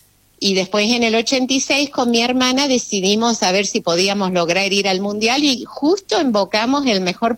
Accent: Bahía Blanca, Buenos Aires Province, Argentina; now in United States; No, yo soy oriunda de Bahía Blanca.

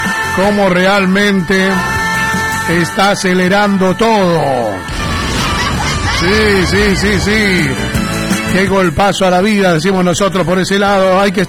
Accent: Argentina; y nosotros somos argentinos

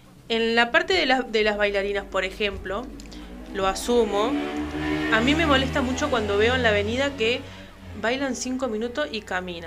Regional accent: Baltasar Brum, Artigas, Uruguay; Yo soy de Baltasar Brum. Baltasar Brum queda a 45 kilómetros de Bella Unión. En el departamento de Artigas.

